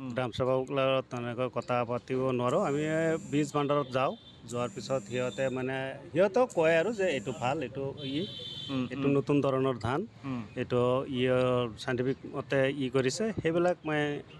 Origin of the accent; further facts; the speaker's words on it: Chagunbari, Assam, India; মৈৰাবাৰীৰ ওচৰতে চগুনবাৰী গাঁও মোৰ গাঁও।